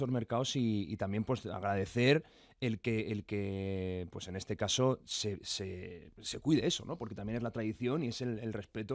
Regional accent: Salamanca, Castile and León, Spain; o en Salamanca, de donde yo soy

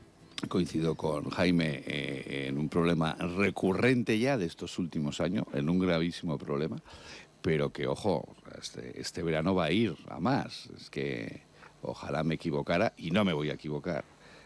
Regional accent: Huesca, Aragon, Spain; en mi tierra, en Huesca

